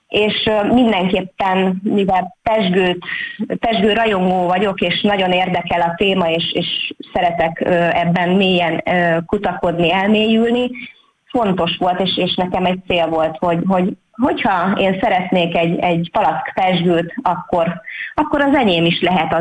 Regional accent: Pázmánd, Fejér, Hungary; én itt születtem Pázmándon

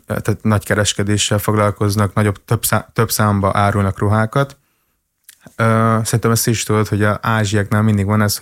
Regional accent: Hungary; born there; nem vagyok magyar, de itt születtem, közben vietnámi vagyok

